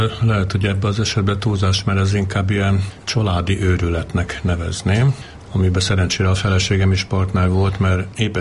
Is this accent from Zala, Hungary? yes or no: no; Veszprém, Veszprém County, Hungary; akkor még volt vonat Veszprém és Alsós között, akkor szombatébe végre megérkeztek, tehát nagyjából így nőttem fel, aztán innen jártam Almádiba vitorlázni, az is meghatározó élmény volt, és egyébként pedig ugye a szüleimben mi Veszprémben laktunk.